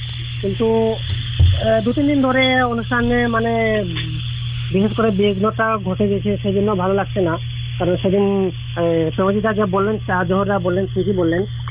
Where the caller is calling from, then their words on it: Tripura, India; আমরা ত্রিপুরার মানুষ